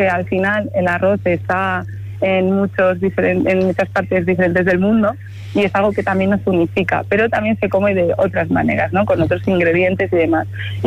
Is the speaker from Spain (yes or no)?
yes; Pamplona, Navarre, Spain; also born or lived in Colombia; Yo soy de Pamplona, mis orígenes son de Colombia, pero bueno, llevo aquí en Pamplona desde los 3 años.